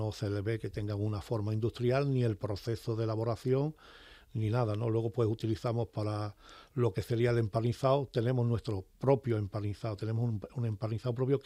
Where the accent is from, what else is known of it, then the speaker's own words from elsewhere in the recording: Cádiz, Andalusia, Spain; un poco de mi tierra del sur, de Cádiz